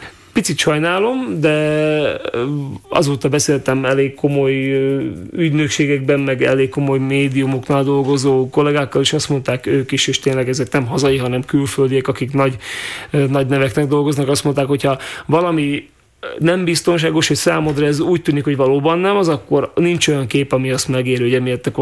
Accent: Čierna, Košice Region, Slovakia; Bodrog közben onnan származom, tehát ahol anyumék élnek Ágcsernőben

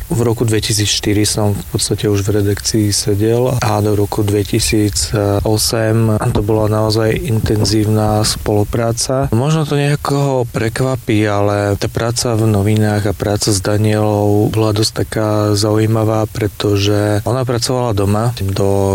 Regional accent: Prešov, Prešov Region, Slovakia; ja som Prešovčan

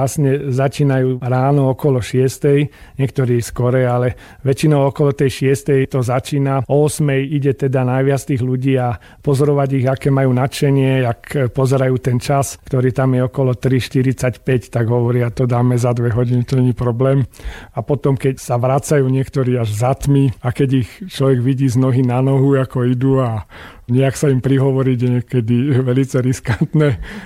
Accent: Bratislava, Bratislava Region, Slovakia; niekedy sa aj hanbím priznať, že som Bratislavčan, ale väčšinou teda sa priznám a nájde sa nejaká spoločná reč.

